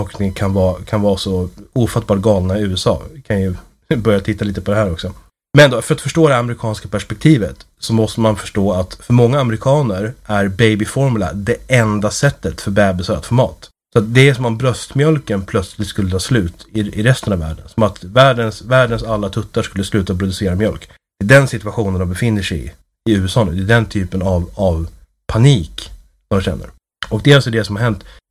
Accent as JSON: {"language": "Swedish", "country": "Sweden", "said": "Som svensk så undrar man kanske varför det är en så stor sak."}